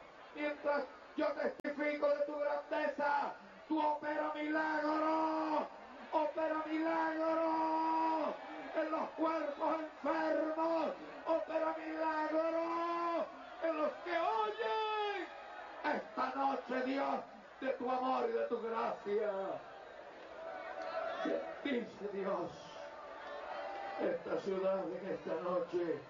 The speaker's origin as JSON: {"language": "Spanish", "town": "Altagracia de Orituco", "region": "Guárico", "country": "Venezuela", "tie": "born or raised there", "said": "A la edad de 14 años, en mi pueblo natal, la ciudad de Altagracia de Olinduco, en el estado Guárico"}